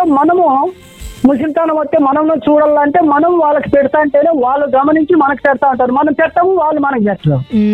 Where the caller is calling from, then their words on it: Sanapa, Andhra Pradesh, India; Madam గారు, సనప గ్రామము అనంతపూర్ జిల్లా.